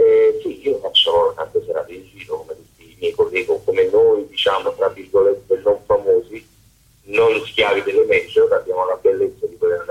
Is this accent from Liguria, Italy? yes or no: no; Naples, Campania, Italy; moved away; ma Napoli è la mia